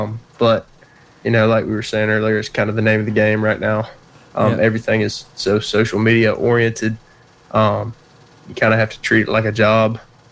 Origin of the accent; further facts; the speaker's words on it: Augusta, Georgia, United States; Yes, sir. I'm from Augusta, Georgia. I was born here and I was raised here. But I've been in Statesboro for the past 4 years.